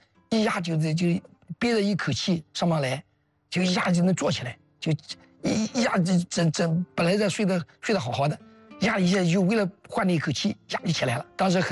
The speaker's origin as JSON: {"language": "Chinese", "region": "Anhui", "country": "China", "said": "其实我们安徽啊，我不是让我夸我们安徽啊，"}